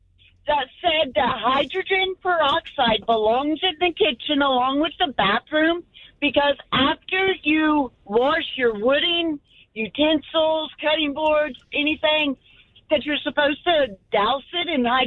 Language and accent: English; Anderson, United States; also born or lived in Tennessee / New York; I was born and raised in Anderson, where I still live.